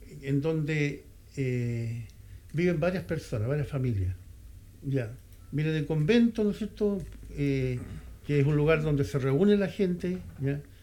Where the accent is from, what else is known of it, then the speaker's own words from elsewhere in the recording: Yerbas Buenas, Maule, Chile; also born or lived in Linares / Colbún; yo soy oriundo de Hierbas Buenas, comuna de Linares también.